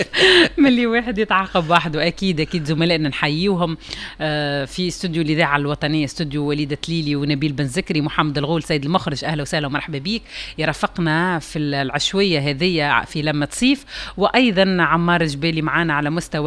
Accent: Tunisia; accent: Tunisian; محلاها لهجتنا التونسية

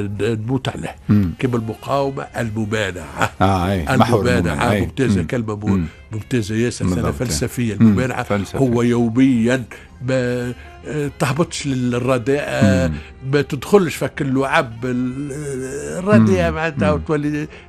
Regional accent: Tunisia

